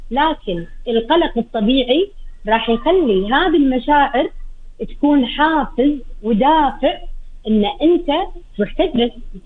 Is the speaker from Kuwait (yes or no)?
yes; Kuwait; يحفظ ديرتنا الكويت